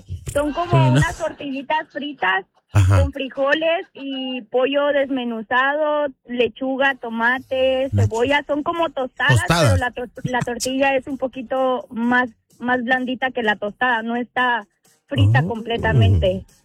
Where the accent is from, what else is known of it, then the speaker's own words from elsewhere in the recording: Tabasco, Mexico; Mi mamá es de Michoacán, pero yo me crecí en Tabasco.